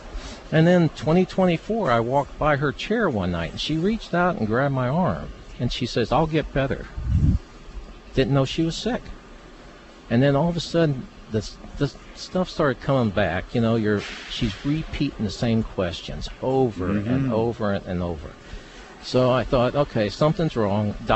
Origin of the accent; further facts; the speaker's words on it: Springfield, Illinois, United States; also born or lived in Peoria; I was born in Peoria, raised in Springfield.